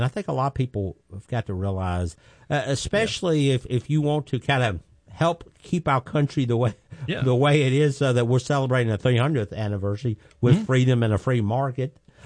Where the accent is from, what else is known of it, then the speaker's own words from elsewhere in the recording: United States; And as Americans, we believe in opportunity.